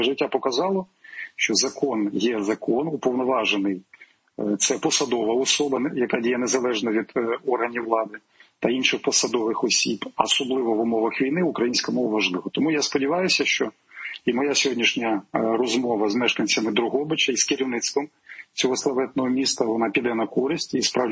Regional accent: Mykolaiv Oblast, Ukraine; Я уродженець Миколаївщини

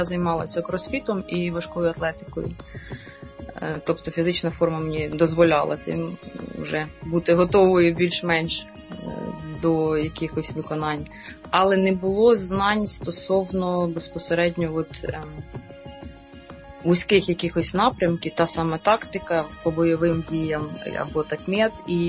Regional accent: Dnipro, Dnipropetrovsk Oblast, Ukraine; Я сама з Дніпра.

